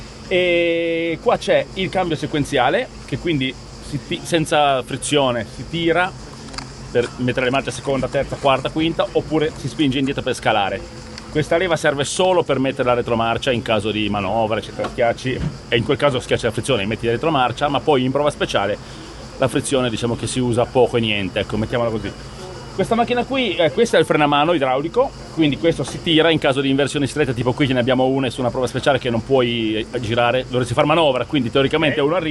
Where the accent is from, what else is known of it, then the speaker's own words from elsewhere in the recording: Liguria, Italy; Noi che siamo liguri ci guardiamo, sì, poi voglio dire, i soldi sono soldi